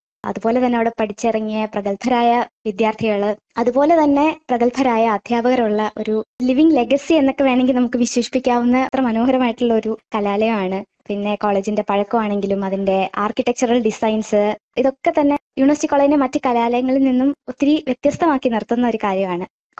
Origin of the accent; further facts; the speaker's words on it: Varkala, Kerala, India; ഞാൻ വർക്കല സ്വദേശിനിയാണ്.